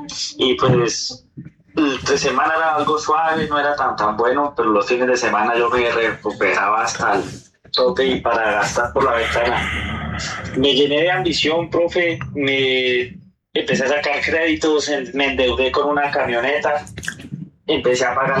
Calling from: Puerto Boyacá, Boyacá, Colombia; Lo llamo de Puerto Boyacá, soy paciente de La Dorada

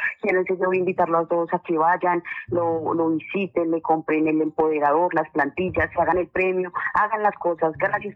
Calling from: Guaduas, Cundinamarca, Colombia; Desde Guaduas, Cundinamarca

